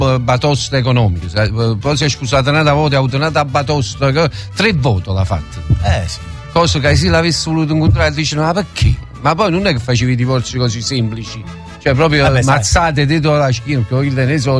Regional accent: Naples, Campania, Italy; Sicuramente, sono italiano, sono napoletano.

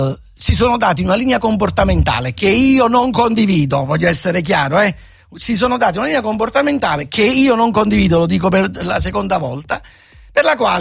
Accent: Naples, Campania, Italy

